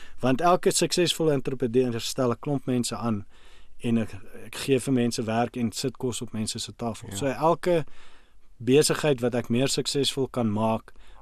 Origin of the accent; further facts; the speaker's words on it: Namibia; moved away as an adult; also born or lived in Canada; Ons is baie bederf met die kos wat ons as mense in Namibia eet.